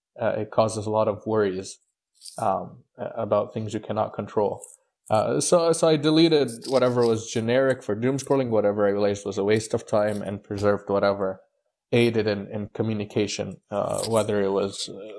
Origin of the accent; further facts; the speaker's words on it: Houston, Texas, United States; moved away as an adult; also born or lived in Egypt; now in Boston, United States; I'm Coptic Orthodox. I was born in Egypt in 2004, came to the U.S. in 2005, and I was raised in Houston, Texas. So my whole life I've grown up in Houston. And then I moved up to Boston in January of 2024 for my studies.